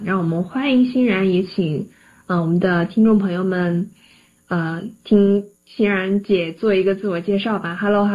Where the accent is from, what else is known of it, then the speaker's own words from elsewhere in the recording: Chongqing, China; 我是一个重庆人